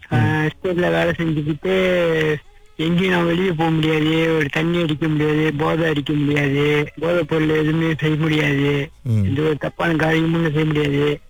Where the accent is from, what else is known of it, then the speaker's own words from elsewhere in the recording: Seremban, Negeri Sembilan, Malaysia; சொந்த ஊர் சிரம்பான்.